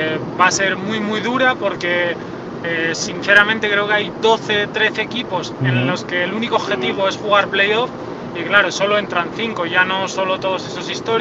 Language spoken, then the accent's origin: Spanish; Gijón, Asturias, Spain; para los que somos de Gijón con grato recuerdo